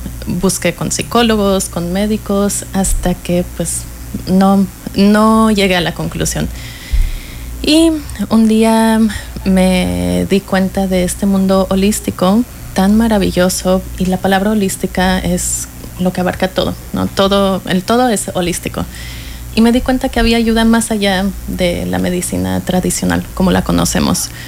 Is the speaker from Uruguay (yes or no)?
no; Mexico; yo soy mexicana árabe